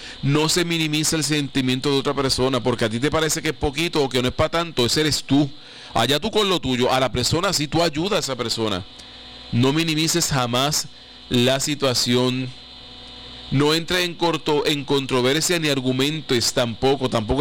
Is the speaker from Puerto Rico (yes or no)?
yes; Puerto Rico; lo estoy diciendo como buen boricua